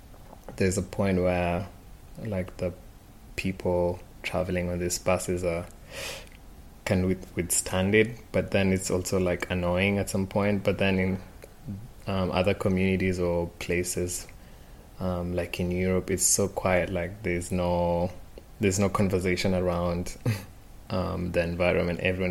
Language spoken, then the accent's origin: English; Nairobi, Kenya; moved away as an adult; now in Berlin, Germany; I was born and raised in Kariokor in Nairobi, which is flats compartments or houses in really